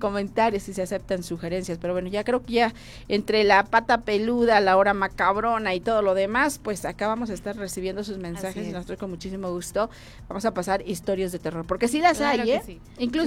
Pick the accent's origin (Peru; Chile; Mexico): Mexico; Oaxaca; now in Playas de San Martín, Mexico; estoy en Playas de San Martín, soy oaxaqueño también.